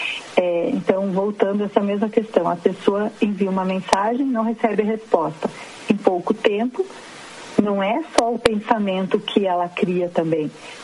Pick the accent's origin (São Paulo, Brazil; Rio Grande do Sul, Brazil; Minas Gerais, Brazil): Rio Grande do Sul, Brazil; Alegria; Eu sou de Alegria e ela é de São Martinho.